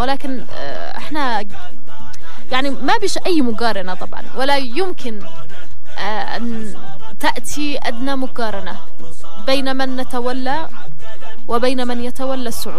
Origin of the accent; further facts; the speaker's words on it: Yemen; وإحنا كشعب يمني